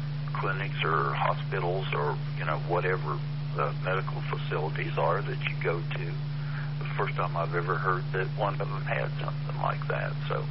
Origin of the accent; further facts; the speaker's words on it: Atchison, Kansas, United States; which is about 25 miles, almost due south of my hometown of Atchison, Kansas.